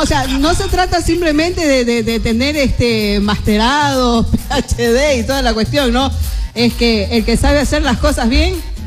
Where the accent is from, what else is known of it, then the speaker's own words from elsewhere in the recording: Ecuador; Todos los que somos ecuatorianos